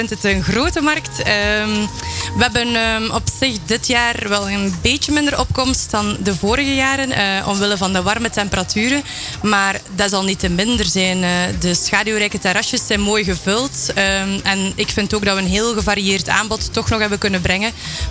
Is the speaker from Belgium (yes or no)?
yes; Moerbeke, Flanders, Belgium; Ja, ik ben zelf afkomstig van Moerbeke. Dus ik ben een fusieproductje dat is mee mogen fusioneren richting Lokeren.